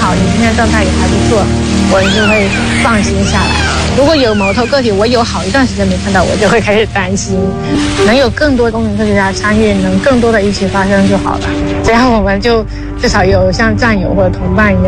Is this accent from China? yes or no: yes; Xiamen, Fujian, China; 我是厦门人，在鼓浪里出生。其实小时候我是一直都没有看到过白海豚